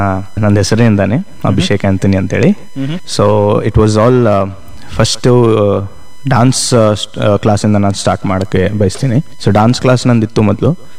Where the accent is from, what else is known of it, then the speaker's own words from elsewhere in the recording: Belagavi, Karnataka, India; So childhood ಎಲ್ಲ ನಂದು ಬೆಳಗಾಂಲ್ಲೇ, ಹುಟ್ಟಿದ್ದು ಇಲ್ಲೇ ಬೆಳಗಾಂಲ್ಲೇ ನಾನು, ಶೇಖ್ ಹಾಸ್ಪಿಟಲ್ ಅಲ್ಲಿ.